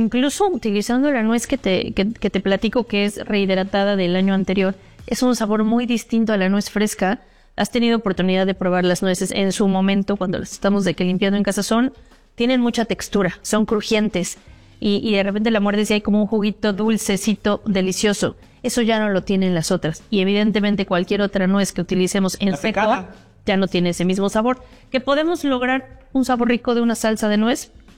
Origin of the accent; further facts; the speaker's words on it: Puebla, Mexico; hay que lucirnos como poblanos